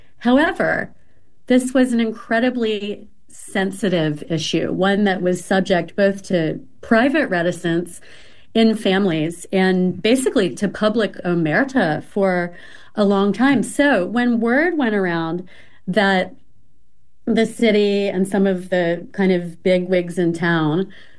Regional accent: Wilmington, North Carolina, United States; moved away; when I was growing up in Wilmington.

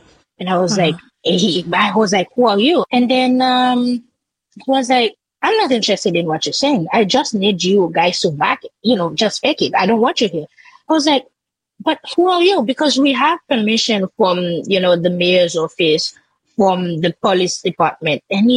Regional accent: Haiti; And the road leading to my hometown, was closed through Martissa, which is like, you know, a very big region in Port-au-Prince.

